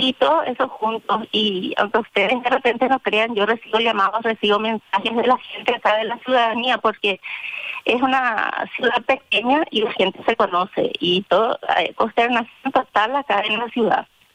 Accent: Asunción, Paraguay; moved away as an adult; now in San Juan Bautista, Paraguay; Yo soy de Asunción, pero ya hace 10 años que estoy residiendo acá.

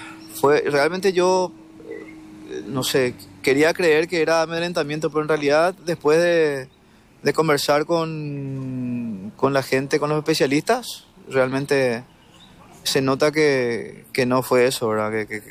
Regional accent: Ipané, Central, Paraguay

